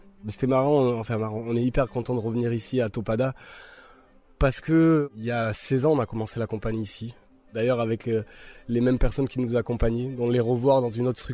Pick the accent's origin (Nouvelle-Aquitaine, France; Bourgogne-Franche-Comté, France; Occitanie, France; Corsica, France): Nouvelle-Aquitaine, France; also born or lived in Agen; je suis originaire du Pays Basque. J'ai vécu pas mal d'années à Sokoa et à Askain.